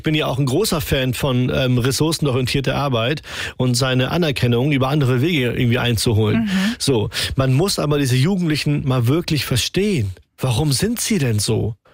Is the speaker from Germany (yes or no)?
yes; Germany; born there; Ich bin hier geboren, 88, in Stolzburg. So, spreche Hochdeutsch.